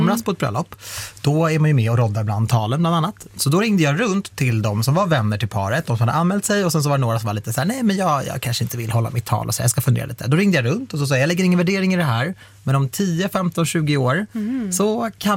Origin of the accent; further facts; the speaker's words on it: Iran; Ja, jag är ju iranier.